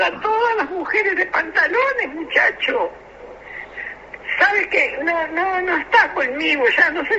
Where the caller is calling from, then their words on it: Nico Pérez, Florida, Uruguay; Soy del departamento de Florida, de Nico Pérez.